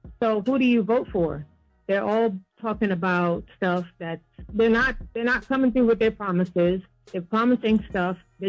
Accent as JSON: {"language": "English", "country": "Jamaica", "tie": "born there", "moved": "yes", "said": "I grew up in partly in Jamaica. And, in Jamaica, they're very corrupt. And, my parents took me away from in the 80s."}